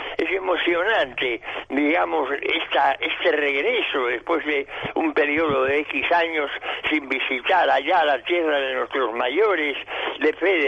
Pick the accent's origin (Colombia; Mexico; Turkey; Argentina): Argentina; es un orgullo para quienes somos argentinos de origen vasco y conscientes de nuestras raíces